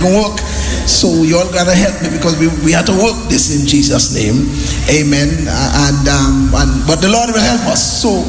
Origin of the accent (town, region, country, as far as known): Tobago, Trinidad & Tobago